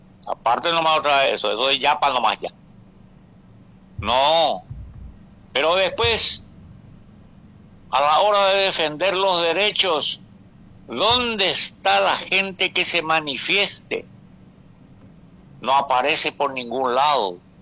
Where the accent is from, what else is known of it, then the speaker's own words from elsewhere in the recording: Paraguay; also born or lived in Argentina; yo soy paraguayo y muy paraguayo. Trabajé en la Argentina un tiempo y me volví al Paraguay porque quería volver al Paraguay.